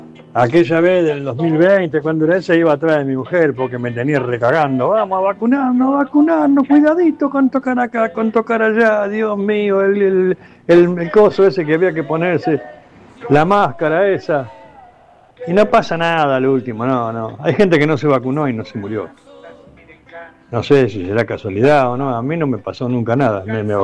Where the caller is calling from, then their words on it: Buenos Aires Province, Argentina; yo vivo acá en Echeverría